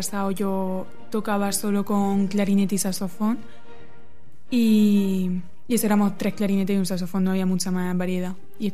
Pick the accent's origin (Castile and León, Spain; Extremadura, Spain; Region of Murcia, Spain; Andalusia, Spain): Region of Murcia, Spain; Pliego; yo también soy de Pliego